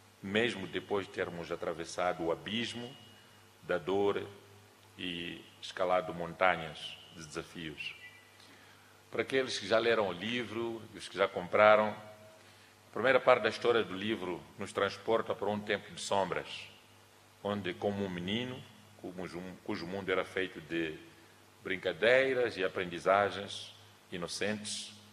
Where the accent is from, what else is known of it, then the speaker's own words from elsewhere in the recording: Aminga, Mozambique; born there; Eu nasci em Aminga, no dia 6 de janeiro de 1977, 2 anos depois da independência nacional.